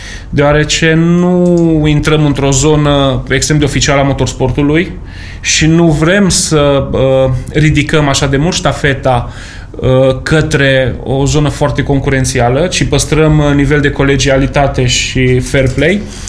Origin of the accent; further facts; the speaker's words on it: Romania